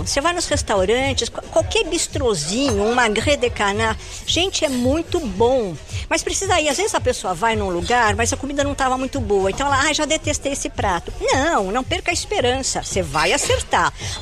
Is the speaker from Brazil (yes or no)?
yes; Brazil; Quando eu falo francês, eu digo que eu sou brasileira.